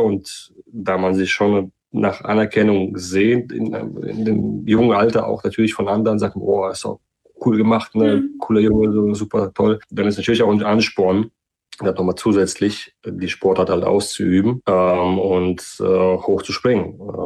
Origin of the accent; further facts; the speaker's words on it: Kazakhstan; now in Germany; Und das war noch in Kasachstan, da wo ich auch herkomme, wo ich geboren bin.